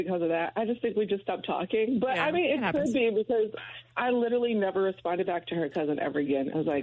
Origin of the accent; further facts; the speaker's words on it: Chicago, Illinois, United States; now in Texas, United States; So I am originally from Chicago, and I moved to Texas.